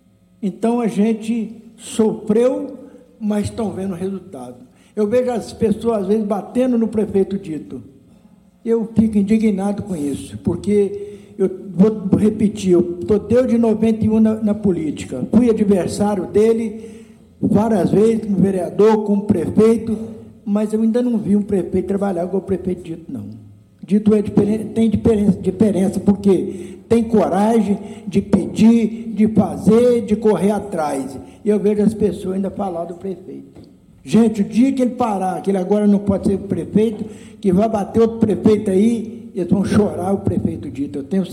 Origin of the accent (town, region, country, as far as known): Muniz Freire, Espírito Santo, Brazil